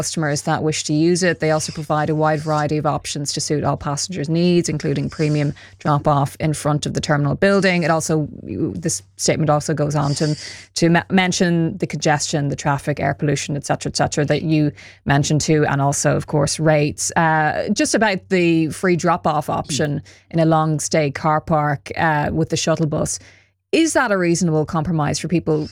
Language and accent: English; Dublin, Leinster, Ireland; I know in Dublin, you... Dublin Airport, which I'm judging from my accent, you might know that's where I'm from.